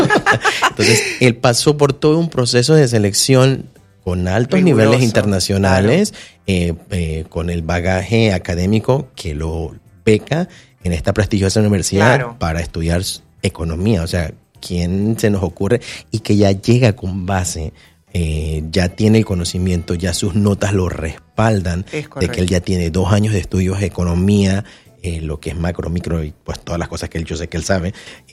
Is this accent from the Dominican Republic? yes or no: yes; Santiago de los Caballeros, Santiago, Dominican Republic; Del interior, yo soy de Santiago, entonces yo era de colegio público del interior y no hablaba inglés.